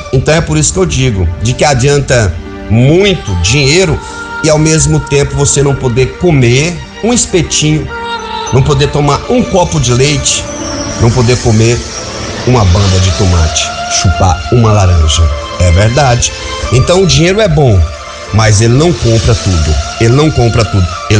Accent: Bahia, Brazil; Porque, para quem não me conhece, eu sou da Bahia. Isso, amigos, eu sou da Bahia, certo? Sou da Bahia, mas atendo em todo o território nacional brasileiro, verde e amarelo.

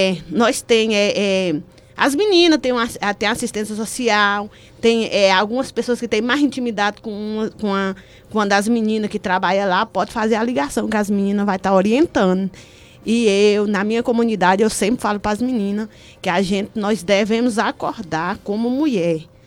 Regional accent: Bahia, Brazil; Eu sou do Quilombo Barra do Parateca.

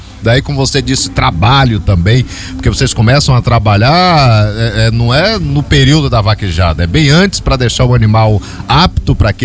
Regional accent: Feira de Santana, Bahia, Brazil; now in Serra do Ramalho, Brazil; Eu sou de Feira de Santana, Serrinha é vizinha a mim, mas hoje eu estou em Serra do Ramalho

